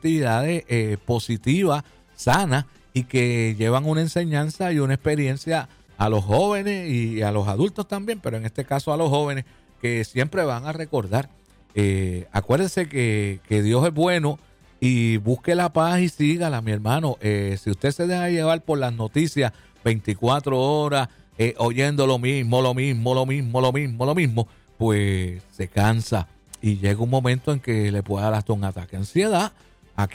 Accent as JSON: {"language": "Spanish", "country": "Puerto Rico", "tie": "born or raised there", "said": "nos criamos juntos en un sentido, ¿verdad? Somos de Mamella."}